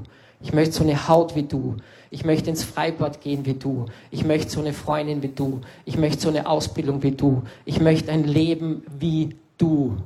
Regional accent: Salzburg, Austria; Und dann bin ich am Mönchsberg gegangen, bei uns in Salzburg, wo die ganzen Touris oben stehen und Fotos machen.

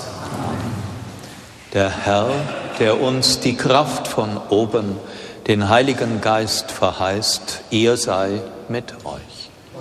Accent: Eifel, Germany; Er trat schon recht früh bei den Prämonstratensern im Kloster Steinfeld aus meiner Heimat, der Eifel

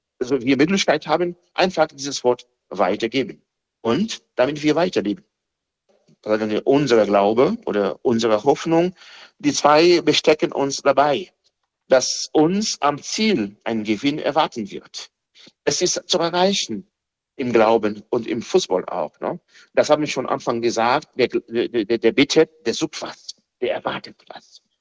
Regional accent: Dominican Republic; Oder in der Karibik, Haiti, Domrepe, also mein Heimatland.

